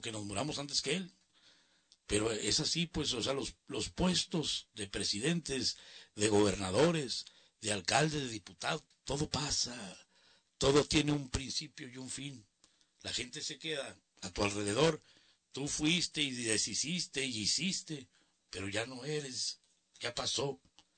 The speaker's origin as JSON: {"language": "Spanish", "country": "Mexico", "said": "nosotros todos los hispanos somos latinos, somos mexicanos, orgullosos de serlo."}